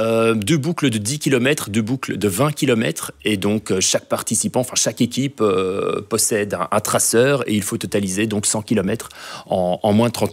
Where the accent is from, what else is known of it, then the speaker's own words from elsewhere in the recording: Chimay, Wallonia, Belgium; now in Brussels, Belgium; je vais aller de Bruxelles, là où je vis, à Chimay, là où j'ai grandi.